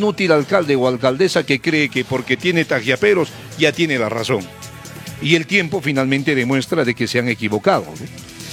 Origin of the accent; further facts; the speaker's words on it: Cusco, Peru; moved away; also born or lived in Colombia; soy un cusqueño orgulloso de mi tierra